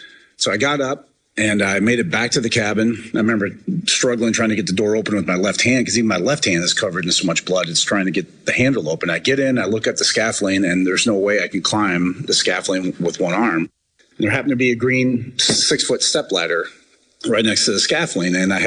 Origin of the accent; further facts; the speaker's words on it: Iowa, United States; I grew up in Northeast Iowa where wrestling is a religion.